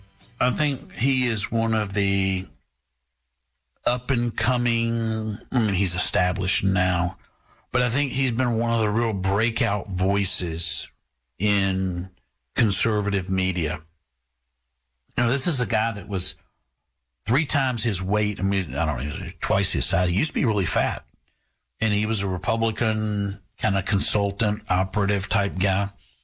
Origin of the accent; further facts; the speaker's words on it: Texas, United States; As a Texan, I would defer to him